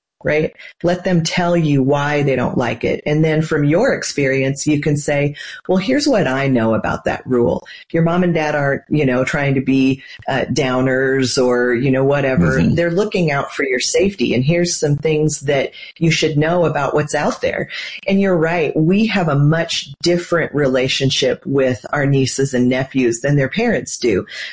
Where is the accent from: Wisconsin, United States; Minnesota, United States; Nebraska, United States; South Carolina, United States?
Nebraska, United States; now in Colorado Springs, United States; Well, I grew up in Nebraska